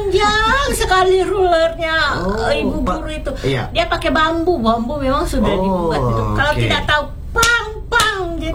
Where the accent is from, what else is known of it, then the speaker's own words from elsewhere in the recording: South Sulawesi, Indonesia; kalau sama-sama orang kita Bugis pun bahasa tetap